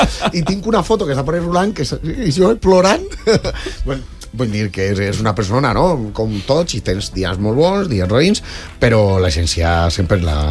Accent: Valencia, Valencian Community, Spain; soc de Torrefiel, soc més de barri que els columpios. Entonces, clar, la manera de ver la vida és d'un xic de Torrefiel.

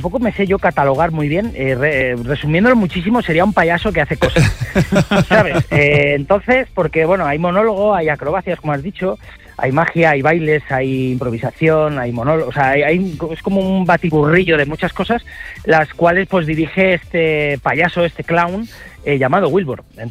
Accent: Alicante, Valencian Community, Spain; ya que yo soy valenciano, soy de Alicante, soy de la mayor Terreta Almón.

